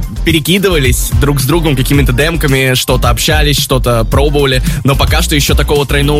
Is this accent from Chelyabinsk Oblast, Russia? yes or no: no; Moscow, Russia; born there; Я рэпер, родился в Москве.